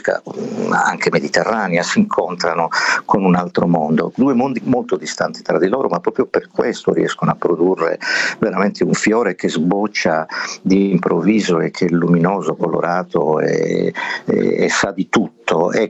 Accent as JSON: {"language": "Italian", "town": "Berchidda", "region": "Sardinia", "country": "Italy", "tie": "born or raised there"}